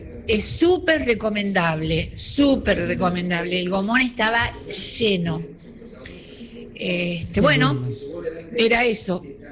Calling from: Almagro, Buenos Aires, Argentina; de Almagro.

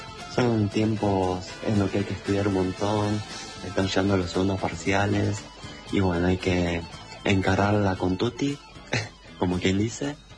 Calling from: Buenos Aires, Argentina; soy de Buenos Aires, estudio terapia ocupacional

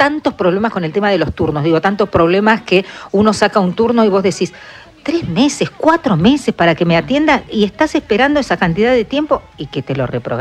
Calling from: Gualeguaychú, Entre Ríos, Argentina; de Gualeguaychú.

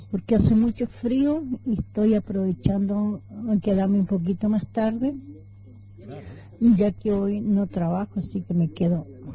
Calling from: Malargüe, Mendoza, Argentina; de Malargüe.

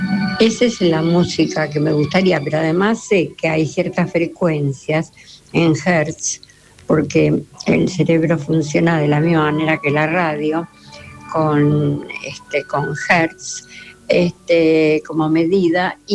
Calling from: Buenos Aires, Argentina; de Parque Chas.

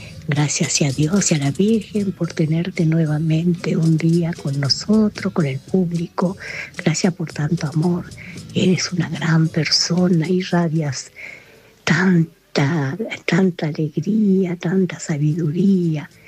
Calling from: Salta, Argentina; Soy de Salta también

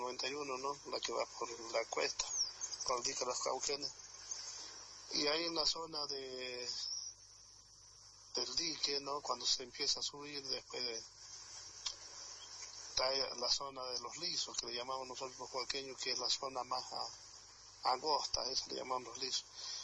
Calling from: Huaco, San Juan, Argentina; Soy un vecino de Guaco

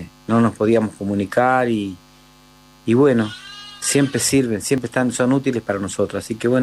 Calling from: Río Chico, Río Negro, Argentina; de Río Chico

